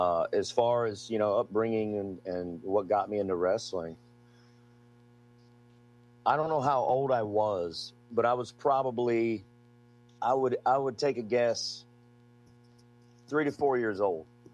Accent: Mobile, Alabama, United States; I grew up, I'm from Mobile, Alabama, still based in Mobile, Alabama. But there's, you know, there's different little towns inside of Mobile. And when I was a kid, I grew up in a little area called Tanner Williams

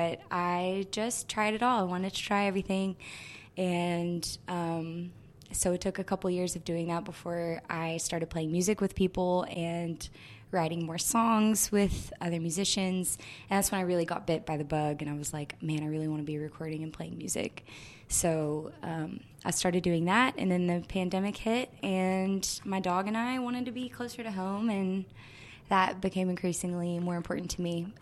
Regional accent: North Little Rock, Arkansas, United States; moved away as an adult; also born or lived in upstate New York; I was born in Little Rock. I was raised in North Little Rock, Dogtown Pride. I graduated from North Little Rock High School, and then I moved to upstate New York. I graduated from Ithaca College in 2017.

